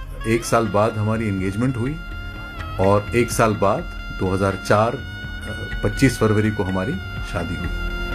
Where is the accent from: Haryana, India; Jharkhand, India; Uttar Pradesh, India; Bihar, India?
Haryana, India; Bhiwani; In fact मैं भिवानी का रहने वाला हूँ, मेरी वाइफ का परिवार भी भिवानी में है।